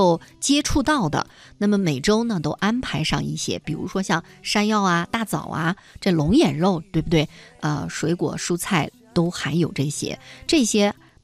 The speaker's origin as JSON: {"language": "Chinese", "town": "Kunming", "region": "Yunnan", "country": "China", "said": "咱们昆明人要是煮火腿的时候用一些这个白扁豆"}